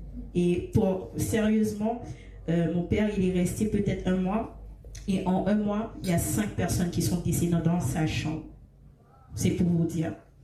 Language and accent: French; Martinique; Je suis de la Martinique.